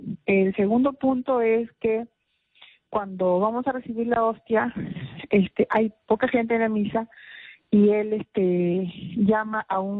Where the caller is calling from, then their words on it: Ventanilla, Callao, Peru; llamo desde Ventanilla.